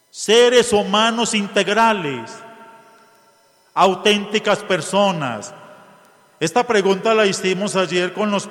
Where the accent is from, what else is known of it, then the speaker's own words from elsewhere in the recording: Colombia; como pueblo, como familia colombiana